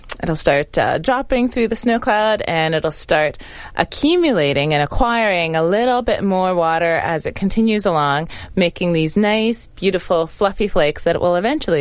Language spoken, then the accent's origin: English; Canada; we Canadians, we know snow